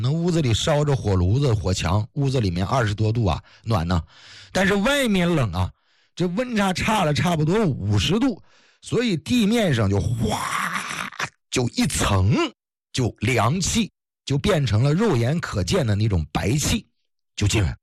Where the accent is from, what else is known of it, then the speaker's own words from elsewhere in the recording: Northeast China, China; moved away; 小的时候在东北见到的就是这个